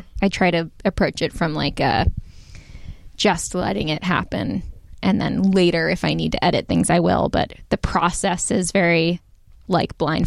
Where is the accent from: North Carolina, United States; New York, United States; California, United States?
California, United States; Topanga Canyon; I grew up in Topanga Canyon